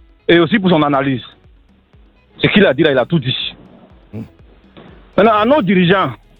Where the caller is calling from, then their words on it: Séguéla, Woroba, Côte d’Ivoire; je viens de Séguéla, région autrefois fortement riche en diamants.